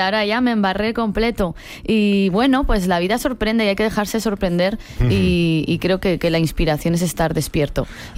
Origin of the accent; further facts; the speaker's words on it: Spain; porque yo soy española, somos brutos hablando.